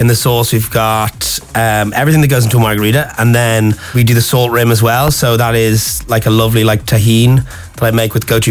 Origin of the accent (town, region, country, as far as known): Ireland